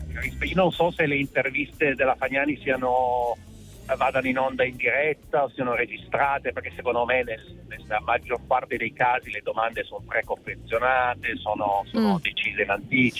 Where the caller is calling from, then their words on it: Turin, Piedmont, Italy; Chiamo da Torino.